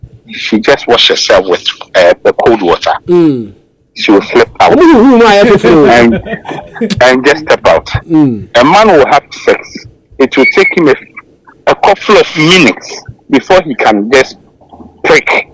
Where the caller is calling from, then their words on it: Kote, Ashanti, Ghana; My name is … I'm calling from Kote.